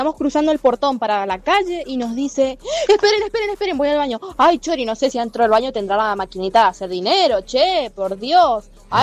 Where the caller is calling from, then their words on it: Godoy Cruz, Mendoza, Argentina; de Hoy Cruz.